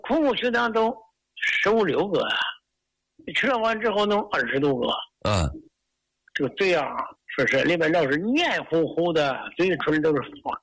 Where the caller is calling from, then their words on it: Handan, Hebei, China; 哎，李老师，我是河北邯郸的，我老家吧，本来就是个农村的。